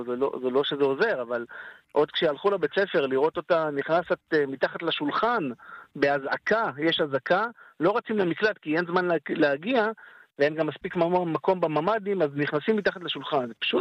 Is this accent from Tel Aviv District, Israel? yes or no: no; Kiryat Shmona, Northern District, Israel; moved away; אני כשנולדתי וגדלתי בקריית שמונה